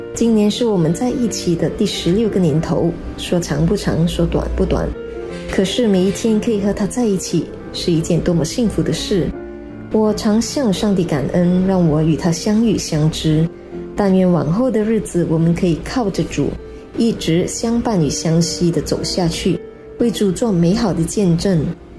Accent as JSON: {"language": "Chinese", "country": "Malaysia", "said": "大家好，"}